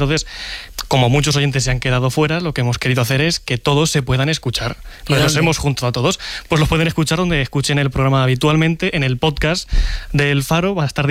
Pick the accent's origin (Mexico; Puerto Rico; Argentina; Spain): Spain; Villanueva de la Jara, Castilla-La Mancha; Yo soy de Villanueva de la Jara